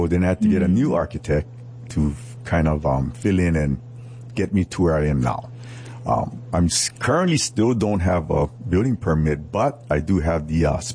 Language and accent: English; Mauna Loa, Hawaii, United States; I'm from Mauna Loa, mm-hmm. and I grew up in Mauna Loa